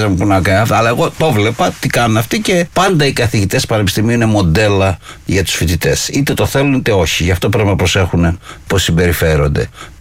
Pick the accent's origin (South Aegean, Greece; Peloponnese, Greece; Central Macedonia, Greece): Peloponnese, Greece; Pylos